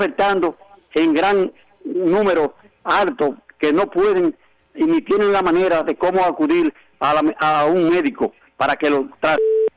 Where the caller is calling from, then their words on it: Dominican Republic; aquí en Gicomés